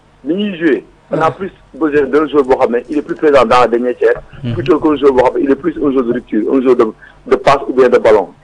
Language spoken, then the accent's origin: French; Senegal; Moi, je suis Sénégalais